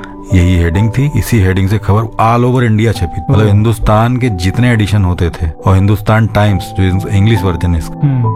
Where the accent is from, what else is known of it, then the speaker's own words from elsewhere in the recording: Uttar Pradesh, India; तो हमारा जो इलाका है उधर का वो बाढ़ से बहुत प्रभावित होता है, तरबगंज और करनेलगंज